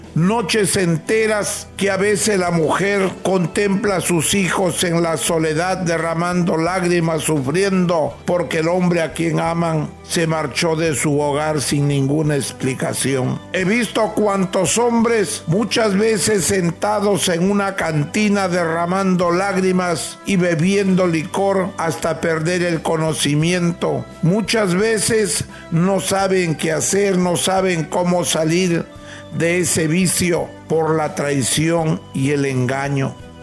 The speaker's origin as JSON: {"language": "Spanish", "region": "northern Peru", "country": "Peru", "said": "Gracias a la Santísima Cruz Bendita de Motupe, como buen norteño que soy."}